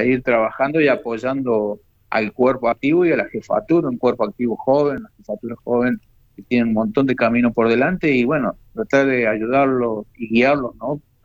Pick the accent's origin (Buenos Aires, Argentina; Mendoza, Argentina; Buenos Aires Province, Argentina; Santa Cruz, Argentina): Mendoza, Argentina; born there; now in Coronel Moldes, Argentina; Yo soy nacido en Mendoza y en el año 81 vine a vivir a Coronel Montes.